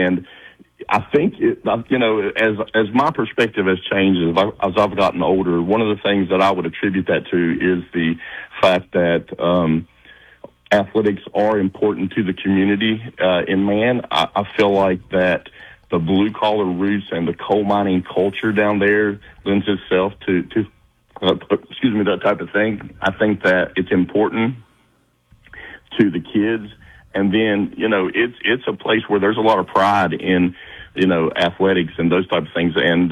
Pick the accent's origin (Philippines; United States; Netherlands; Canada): United States; Man, West Virginia; now in Mason, United States; yeah, that's my hometown, and we're playing on my 60th birthday down there in week 11, and I have a lot of good friends still down there, family.